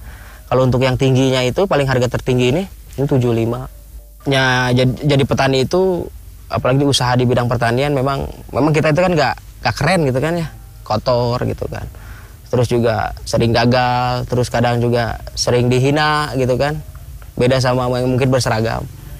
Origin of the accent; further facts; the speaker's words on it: Jakarta, Indonesia; asal saya itu kan asli Jakarta gitu.